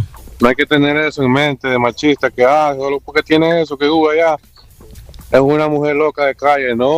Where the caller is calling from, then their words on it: El Salvador; Soy salvadoreño